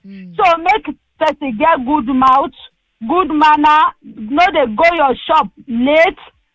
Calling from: Anthony Village, Lagos, Nigeria; I'm calling from Anthony Village.

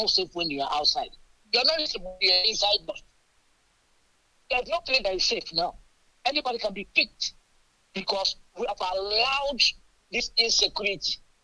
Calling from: Nigeria; When I said I'm Nigerian, I said, Nigeria.

